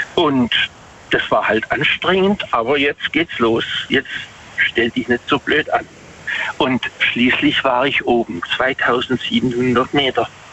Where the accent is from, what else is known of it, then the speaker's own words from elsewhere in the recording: Waghäusel, Baden-Württemberg, Germany; Also ich komme aus Waghäusel.